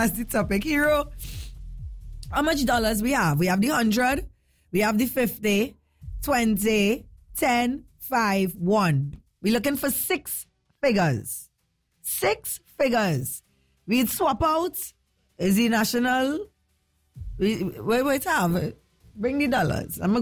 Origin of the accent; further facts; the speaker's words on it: Trinidad & Tobago; I'm from Trinidad and Tobago. And you know, my mommy could have go back to Venezuela and make me, right? But she's there right here. I Trinbagonian boy.